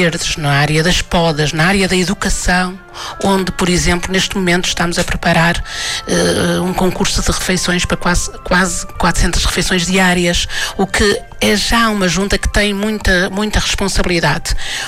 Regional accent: Braga, Portugal; born there

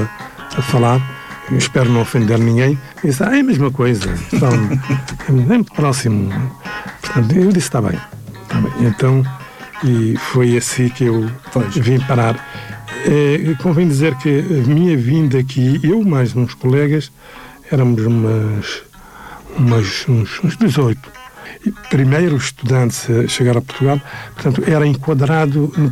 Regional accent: Nouakchott, Mauritania; now in France; O choque foi grande, porque Paris era muito diferente do sítio onde eu vinha. Embora eu vinha de uma cidade de Nouakchott, né? Mas Estava em Nouakchott na altura.

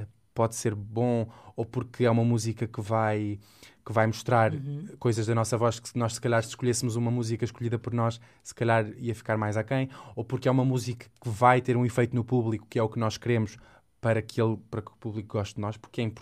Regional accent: Figueira da Foz, Centro, Portugal; na Figueira da Foz, na minha terra

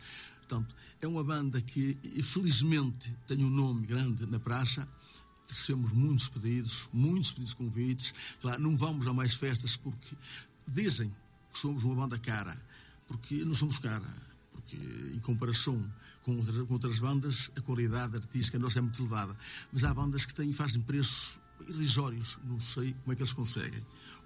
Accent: Portugal; Eu sou de uma família de músicos. Portanto, eu respiro música. Eu sou de Fariamundo, tenho 67 anos, como disse.

